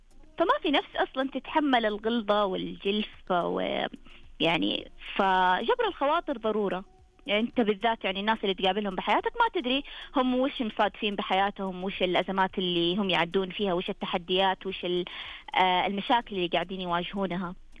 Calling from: Riyadh, Riyadh Province, Saudi Arabia; من الرياض.

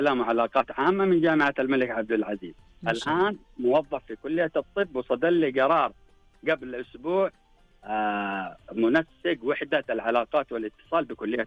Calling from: Jazan, Jazan Province, Saudi Arabia

